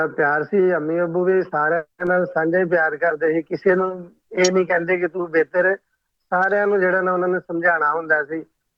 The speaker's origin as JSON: {"language": "Punjabi", "region": "Punjab", "country": "Pakistan", "tie": "born or raised there", "moved": "yes", "lives_now": "Muscat, Oman", "said": "ਮੈਂ ਚੱਕਰਗੜ੍ਹ ਤੋਂ ਬਿਲੋਂਗ ਕਰਨਾ ਸਰਹੱਦੀ ਏਰੀਆ ਬਾਰਡਰ ਲਾਈਨ ਤੋਂ ਬਿਲਕੁਲ ਜ਼ੀਰੋ ਲਾਈਨ ਤੇ ਜਲਾਲਾ ਸ਼ਰੀਫ ਪਿੰਡ ਦਾ ਨਾਂ ਹੈ ਅੱਜ ਵੀ ਆਬਾਦ ਇੰਡੀਆ ਪਾਕਿਸਤਾਨ ਬਣਨ ਤੋਂ ਪਹਿਲਾਂ ਦਾ ਆਬਾਦ ਹੈ ਹਾਂਜੀ ਚੱਕਰਗੜ੍ਹ ਦਾ ਸਰਹੱਦੀ ਏਰੀਆ ਜ਼ੀਰੋ ਲਾਈਨ ਤੇ ਜਲਾਲਾ ਸ਼ਰੀਫ ਦੇ ਪਿੰਡ ਦੇ ਨਾਲ ਇੱਕ ਛੋਟਾ ਜਿਹਾ ਪਿੰਡ"}